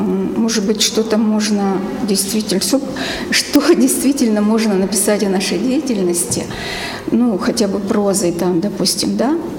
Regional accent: Revda, Sverdlovsk Oblast, Russia; Да, о малой родине, о городе Ревде, о том, что там осталось в памяти, о том, что я помнила о школе, о своих друзьях, о доме.

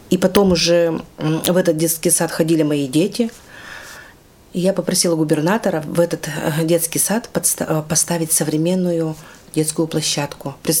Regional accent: Krasnoufimsk, Sverdlovsk Oblast, Russia; moved away as an adult; now in Yekaterinburg, Russia; я родом из Красноуфимска.

